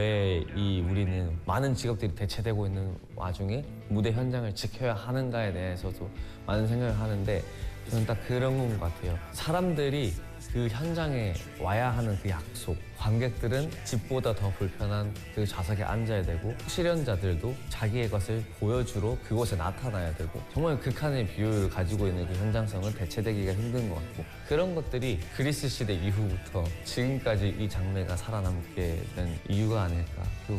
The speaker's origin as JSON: {"language": "Korean", "region": "Ulsan", "country": "South Korea", "tie": "born or raised there", "also_born_or_lived": "Seoul / Australia", "lives_now": "Busan, South Korea", "said": "부산에서 태어났지만 울산에서 자라고 대학을 부산으로 오면서 부산에서 이제 작업을 시작하게 됐는데요. 그 전에 서울이랑 호주에서 살다가 다시 이제 부산으로 내려오게 된 케이스고"}